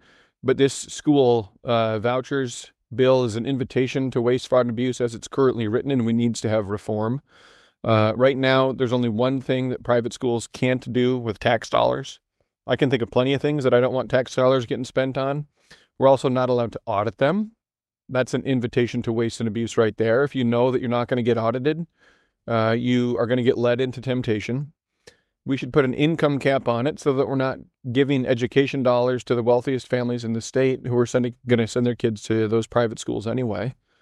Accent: Decorah, Iowa, United States; I grew up in Decorah.

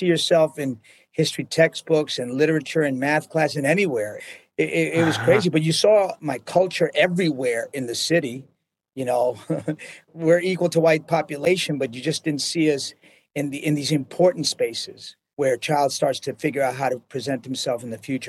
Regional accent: New York, United States; we felt erased as young Latino men growing up in New York in the 70s.

